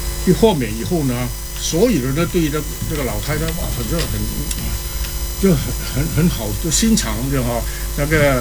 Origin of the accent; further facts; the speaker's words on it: Malaysia; now in Australia; 我是马来西亚长大的，马来西亚啊，我毕业的那个中学呢叫做尊孔国民型中学